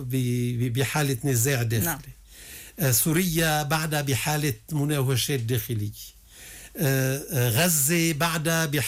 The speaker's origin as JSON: {"language": "Arabic", "country": "Lebanon", "said": "مشان هيك نحن مطلوب منا كلبنانيين نلتف قدر الإمكان على بعضنا ونفتش بسرعة عن حل سريع،"}